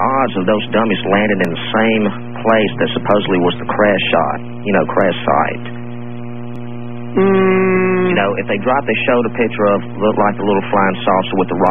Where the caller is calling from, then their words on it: Monroe, Louisiana, United States; from Monroe, Louisiana.